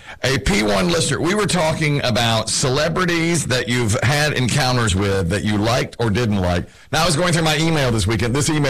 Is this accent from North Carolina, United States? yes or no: yes; North Carolina, United States